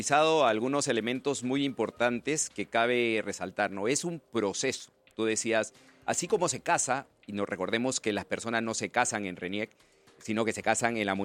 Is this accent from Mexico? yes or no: no; Peru